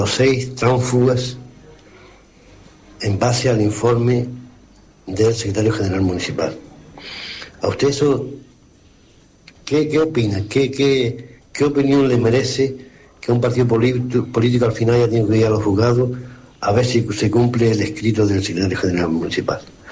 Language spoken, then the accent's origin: Spanish; Vecindario, Canary Islands, Spain